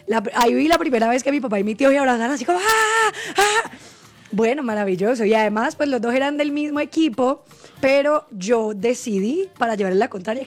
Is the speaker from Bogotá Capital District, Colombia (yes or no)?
no; Cali, Valle del Cauca, Colombia; Bueno, nos vamos para Cali porque yo soy caleña.